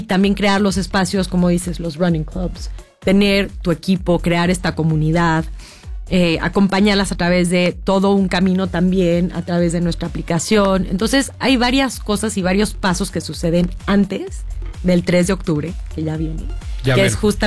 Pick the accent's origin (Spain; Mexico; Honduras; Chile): Mexico; Mexico City; pensándolo como chilanga, ¿no? No tenemos oportunidad las mujeres tantas de salir a correr en la noche. O sea, la seguridad sí o sí sigue siendo un tema en la Ciudad de México.